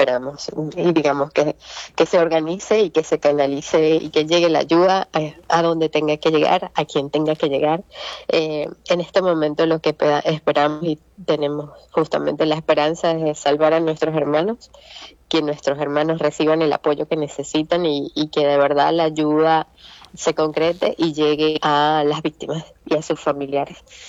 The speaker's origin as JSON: {"language": "Spanish", "country": "Venezuela", "lives_now": "Caracas, Venezuela"}